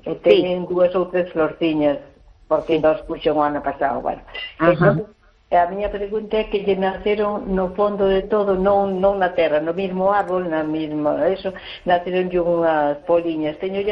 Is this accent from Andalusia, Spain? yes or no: no; Galicia, Spain; Yo son de aquí, no sabes si sabes en dónde está Oberatorio Esburgas.